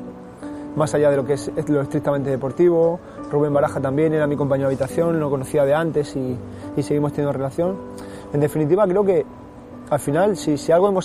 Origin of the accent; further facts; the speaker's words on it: Caravaca de la Cruz, Region of Murcia, Spain; moved away; also born or lived in Valencia; estoy encantado de ser de Caravaca de la Cruz